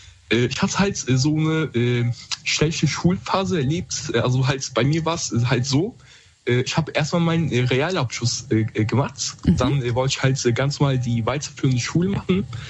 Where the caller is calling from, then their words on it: Koblenz, Rhineland-Palatinate, Germany; Also, ich komme aus Koblenz, Rheinland-Pfalz.